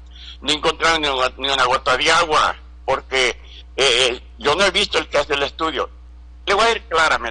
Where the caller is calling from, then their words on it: Francisco Morazán, Honduras; Yo soy de Guayabías. Abajito es Pueblo Nuevo.